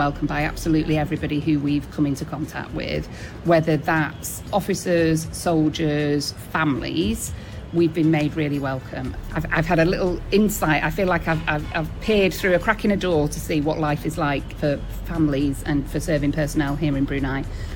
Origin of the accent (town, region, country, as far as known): Stockport, North West England, United Kingdom